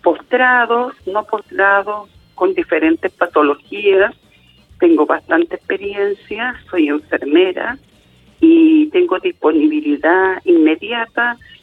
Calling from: San Pedro de la Paz, Biobío, Chile; San Pedro La Paz

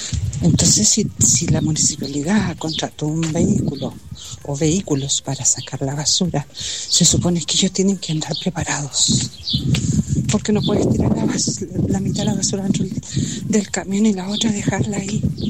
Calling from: Coronel, Biobío, Chile

